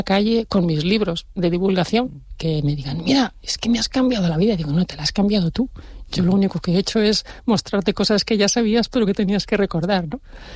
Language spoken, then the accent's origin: Spanish; Spain; moved away as an adult; also born or lived in Quebec, Canada; Pero yo, siendo española